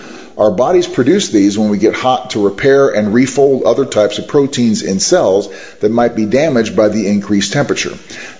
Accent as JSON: {"language": "English", "country": "Australia", "tie": "born or raised there", "said": "the advantages of growing up in Australia are merely psychological and behavioral"}